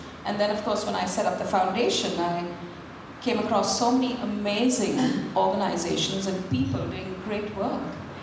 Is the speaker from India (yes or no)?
yes; India; moved away; And so when I was in India and grew up in this beautiful community